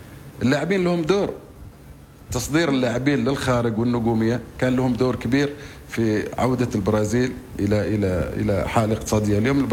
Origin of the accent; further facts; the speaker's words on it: Oman; also born or lived in Salalah; عندنا في عمان